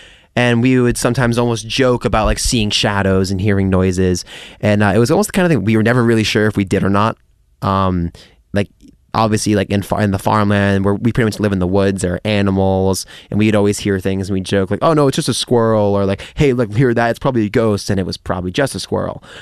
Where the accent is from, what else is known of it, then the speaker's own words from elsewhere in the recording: Westport, Massachusetts, United States; So let's start with my hometown of Westport, Massachusetts, and the surrounding towns of Fall River and Dartmouth.